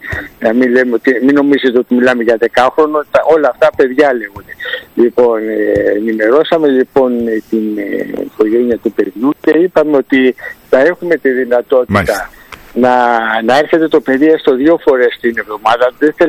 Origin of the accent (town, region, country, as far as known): Kypseli, Greece